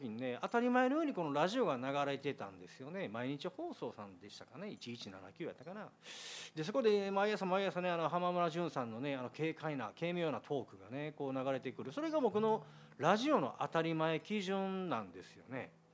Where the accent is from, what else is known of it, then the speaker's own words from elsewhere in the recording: Higashiosaka, Osaka, Japan; 本当に幼少の頃からね、まあ、私この東大阪で生まれ育ちまして、でまあね、狭小住宅でね、まあ、暮らしてたもんで、